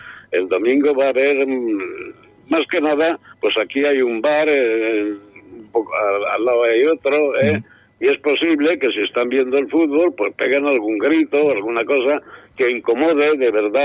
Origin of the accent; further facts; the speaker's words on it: Caudete, Castilla-La Mancha, Spain; born there; Porque yo nací en Caudete, y en Caudete queda muy lejos de Bilbao.